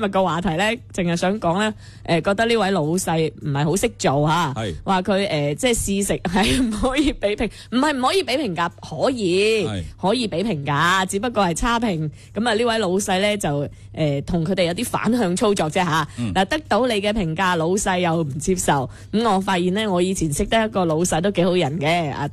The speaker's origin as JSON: {"language": "Cantonese", "region": "Guangdong", "country": "China", "said": "我哋廣東人"}